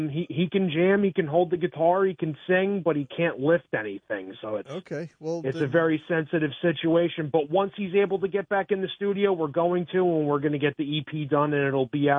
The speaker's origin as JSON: {"language": "English", "town": "Ossining", "region": "New York", "country": "United States", "tie": "born or raised there", "said": "So I grew up in Ossining, New York, and I'm an MTV baby."}